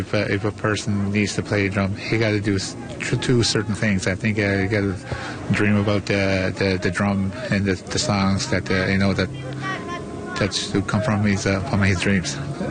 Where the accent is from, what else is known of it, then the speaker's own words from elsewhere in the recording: Davis Inlet, Newfoundland and Labrador, Canada; now in Natuashish, Canada; I'm from Natoshish, originally from Davis Inlet.